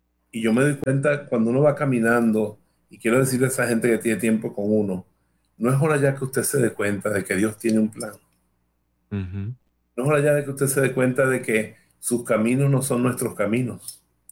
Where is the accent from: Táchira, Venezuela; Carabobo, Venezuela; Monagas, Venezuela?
Carabobo, Venezuela; Bejuma